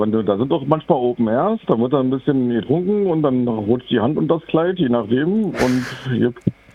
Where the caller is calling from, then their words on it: Leipzig, Saxony, Germany; Ich rufe aus Leipzig an.